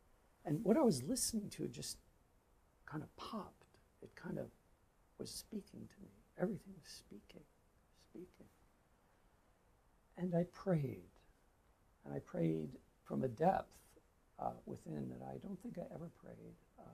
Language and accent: English; New York, United States; So I'm from New York, Long Island. I think I was brought up with faith.